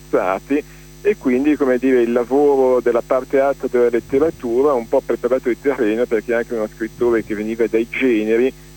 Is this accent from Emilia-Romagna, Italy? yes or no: no; Milan, Lombardy, Italy; io sono nato a Milano e sono cresciuto a Milano, la cosa che mi colpisce da milanese, che è molto più giovane di Scerbanenko ovviamente